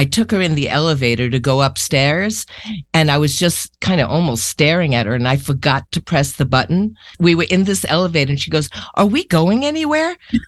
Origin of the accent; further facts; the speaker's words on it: New York City, New York, United States; I grew up in Queens.